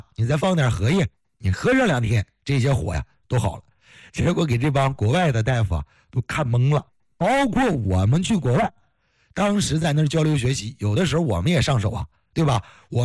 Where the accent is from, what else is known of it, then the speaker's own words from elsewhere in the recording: China; 是我生长在中华呀，生长在中国呀，土生土长的苗正根红的中国人呢